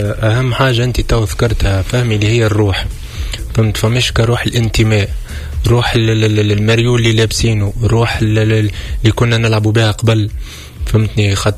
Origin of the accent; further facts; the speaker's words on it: Tunisia; في اسم بلادنا تونس